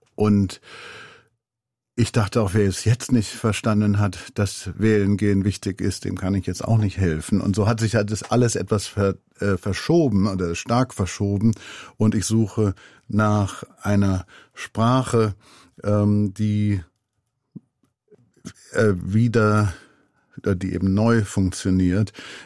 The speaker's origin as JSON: {"language": "German", "town": "Remscheid", "region": "North Rhine-Westphalia", "country": "Germany", "tie": "born or raised there", "said": "ich habe in meiner Heimatstadt Remscheid vor 2-3 Jahren viel fotografiert."}